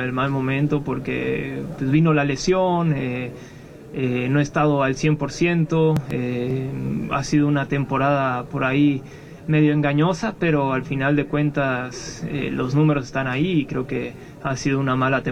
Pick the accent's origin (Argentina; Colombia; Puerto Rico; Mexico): Mexico; A ver, somos mexicanos, somos familia